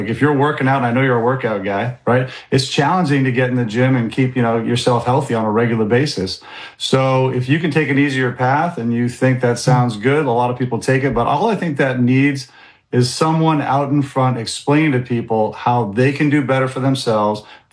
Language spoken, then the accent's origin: English; Maine, United States; I'm from District 1. My wife, my family grew up here.